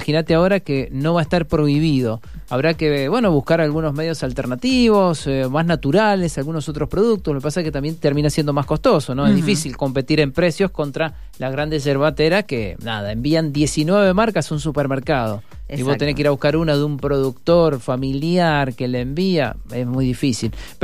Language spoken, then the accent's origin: Spanish; Argentina; pero en nuestro país